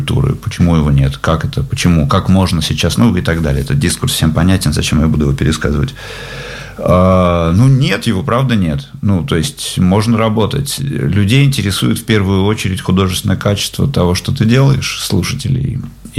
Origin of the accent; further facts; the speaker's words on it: Russia; now in Germany; я из России.